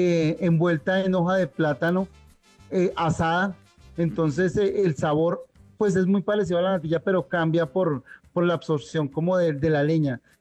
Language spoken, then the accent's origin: Spanish; Colombia; porque pues la mayoría somos de provincia, ¿no? Somos del Tolima o del Huila.